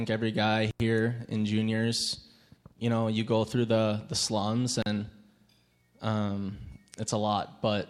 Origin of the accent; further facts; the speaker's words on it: Edina, Minnesota, United States; from Edina, Minnesota